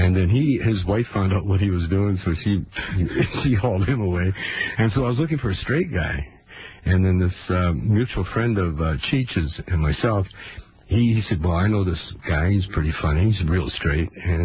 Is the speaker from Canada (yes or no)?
yes; Canada; I'm Canadian.